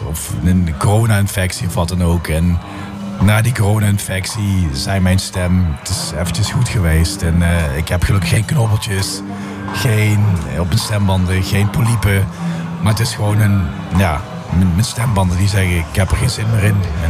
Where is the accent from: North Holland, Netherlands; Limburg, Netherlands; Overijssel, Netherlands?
Limburg, Netherlands; accent: Limburgs; dat is mijn Limburgse accent, denk ik.